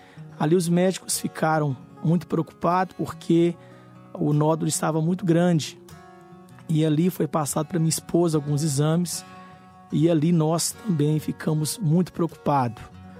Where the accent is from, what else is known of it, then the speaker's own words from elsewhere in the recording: Belo Horizonte, Minas Gerais, Brazil; Eu sou de Belo Horizonte … eu pertenço à IPDA da Vila São José, ali na nossa cidade de Belo Horizonte.